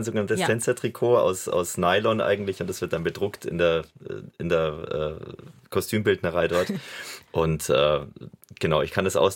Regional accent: Bad Reichenhall, Bavaria, Germany; Dann war ich in so einem Amateurchor bei uns am Land in Bad Reichenhall eben.

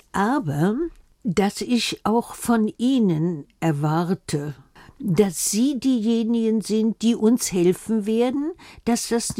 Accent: Berlin, Germany; moved away as an adult; also born or lived in New York; Ich bin ja Berlinerin schließlich. Nicht Deutsche, aber Berlinerin. Richtig mit Spreewasser getauft.

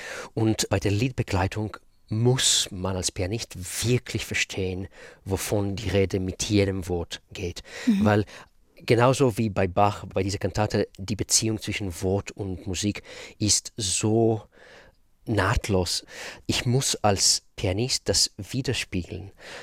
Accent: Israel; German is a second language; moved away as an adult; Und Hebräisch, ja, ich bin in Israel aufgewachsen. 25 Jahre habe ich da gelebt. Fast alle meine Freunde sind immer noch in Israel.

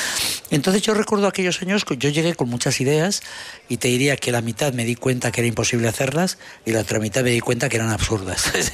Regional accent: Basque Country, Spain; yo me siento español, me siento vasco, me siento español, me siento europeo y me siento iberoamericano.

